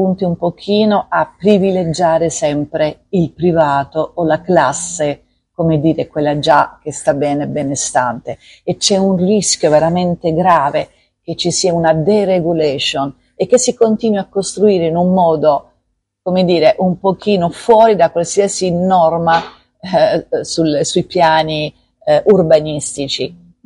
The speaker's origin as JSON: {"language": "Italian", "region": "Apulia", "country": "Italy", "said": "Io che sono pugliese"}